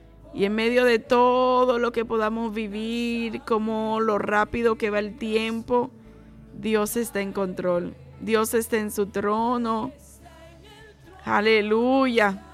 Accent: Dominican Republic

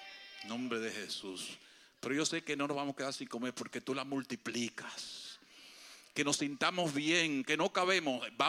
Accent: Dominican Republic

